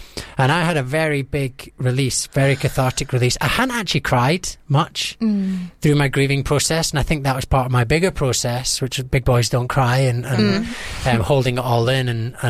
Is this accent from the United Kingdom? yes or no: yes; Scotland, United Kingdom; I'm from Scotland.